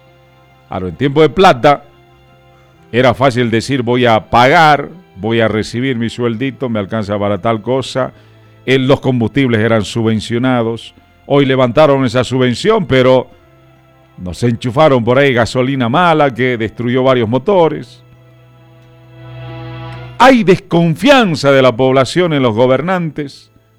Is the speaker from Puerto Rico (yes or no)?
no; Bolivia; como bolivianos carecemos de una memoria histórica.